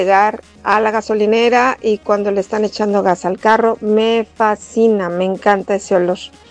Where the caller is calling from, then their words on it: Jiutepec, Morelos, Mexico